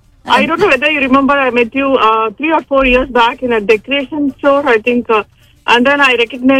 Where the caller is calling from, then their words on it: Dublin, California, United States; I'm calling from Dublin.